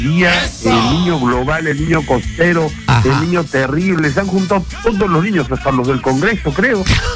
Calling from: Lima, Peru; Estoy llamando desde Surco

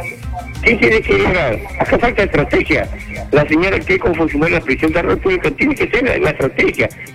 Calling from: Peru; todos somos peruanos.

